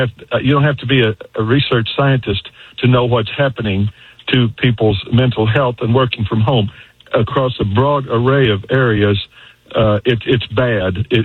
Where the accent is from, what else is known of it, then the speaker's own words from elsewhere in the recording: Bartlesville, Oklahoma, United States; now in Tulsa, United States; we've got the only skyscraper that Frank Lloyd Wright built right up here in Bartlesville, which is my hometown, best damn town in the country.